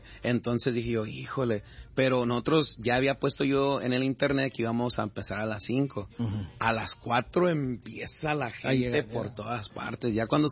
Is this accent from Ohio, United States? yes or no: no; Compton, California, United States; yo escucho mucha música rap, porque yo yo soy de Campton.